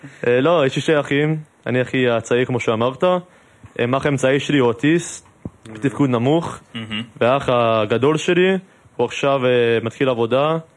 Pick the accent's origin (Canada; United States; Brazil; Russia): Canada; Toronto, Ontario; Hebrew is a second language; moved away as an adult; now in Israel; אין סיכוי שאני אשאר בקנדה, אז אחרי י"ב, סיימתי י"ב, עליתי לארץ